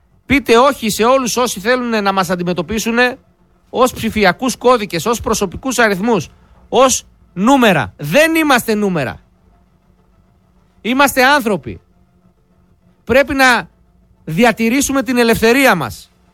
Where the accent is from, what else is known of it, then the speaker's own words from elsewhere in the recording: Greece; Είμαστε άνθρωποι με πίστη. Είμαστε Έλληνες.